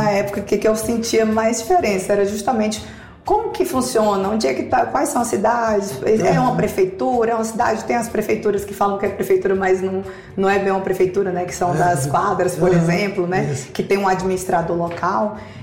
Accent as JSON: {"language": "Portuguese", "region": "Piauí", "country": "Brazil", "moved": "as an adult", "lives_now": "Brasília, Brazil", "said": "Não, eu sou do Piauí. Formei na Estadual do Piauí. E logo que formei, já vim para Brasília."}